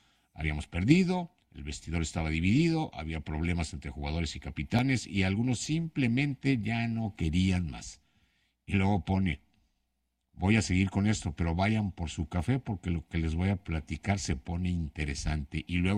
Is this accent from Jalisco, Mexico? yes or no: no; Mexico City, Mexico